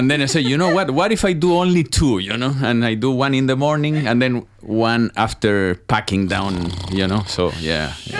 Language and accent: English; Chile; moved away as an adult; So yeah, I'm from Chile, and I arrived here 17 years ago.